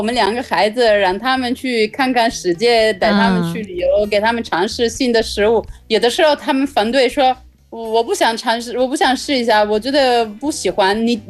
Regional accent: Italy; Chinese is a second language; moved away; 我们意大利那边有很多可能30岁还没有到40岁

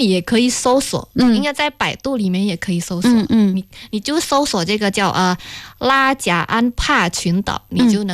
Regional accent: Indonesia; Chinese is a second language; moved away as an adult; now in China

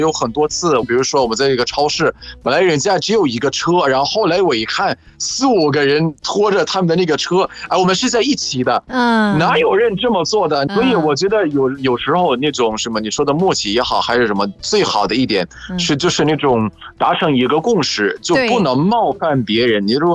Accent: Egypt; Chinese is a second language; 你说你看排队这个，我们埃及人有自己的规矩，什么规矩呢？我们不能让老少就是长时间排队。

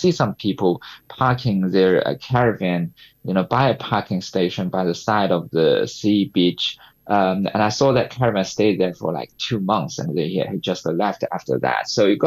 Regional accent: Nanjing, Jiangsu, China; English is a second language; compared with my hometown, Nanjing, which is also a very large city in China.

